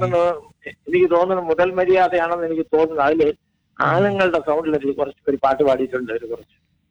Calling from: Kerala, India; ഞാൻ കണ്ണൂർ സൈഡിന്റെ അടുത്ത് തന്നെ.

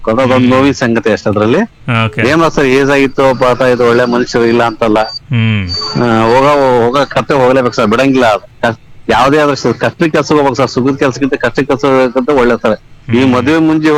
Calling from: Karnataka, India; ನಮ್ಮೂರ ಉತ್ತರಕನ್ನಡ ಟೈಪ್ ಬೆಲ್ಲ ನೀರು ಕೊಡ್ತೀವಿ

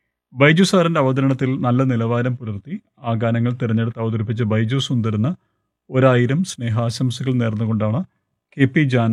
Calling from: Panalad, Kerala, India; കണ്ണൂർ ജില്ലയിൽ പാണലാടാണ് എൻ്റെ വീട്.

